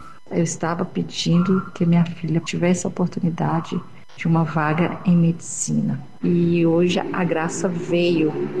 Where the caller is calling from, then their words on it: Timóteo, Minas Gerais, Brazil; sou de Timóteo, Vale do Aço.